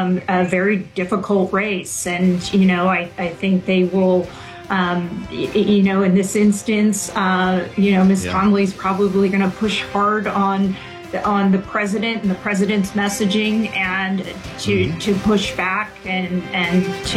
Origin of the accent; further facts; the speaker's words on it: New Jersey, United States; I know in my home state of New Jersey, we have a very similar matchup.